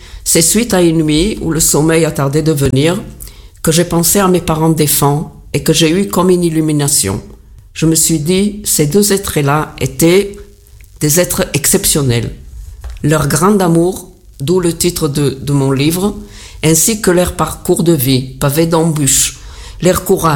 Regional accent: Israel; moved away as an adult; now in Marseille, France; Je suis née en Israël en 1949, des parents qui sont arrivés tout juste de la Roumanie.

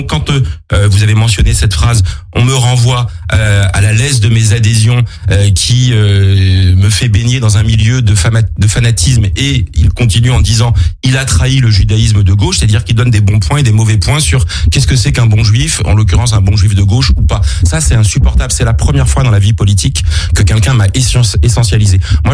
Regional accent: Massy, Île-de-France, France; Moi, je suis un gamin de banlieue, j'ai grandi à Massy, dans l'Essonne, je suis un produit de la méritocratie républicaine.

